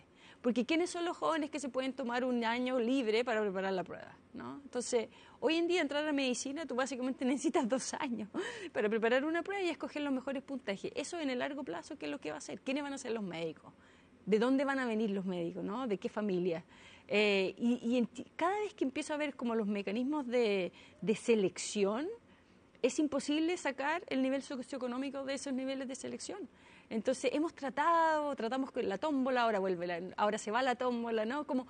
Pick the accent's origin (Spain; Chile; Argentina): Chile; also born or lived in Silicon Valley, United States; now in Santiago, Chile; de provincia, no, sin ni un gran network.